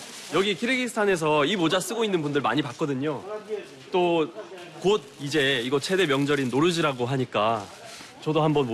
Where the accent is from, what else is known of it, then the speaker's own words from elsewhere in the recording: South Korea; 아, 저도 한국에서 왔어요.